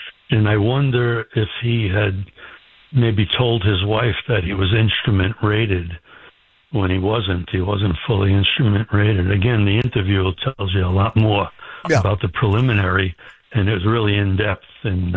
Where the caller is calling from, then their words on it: New York City, New York, United States; I am from New York City.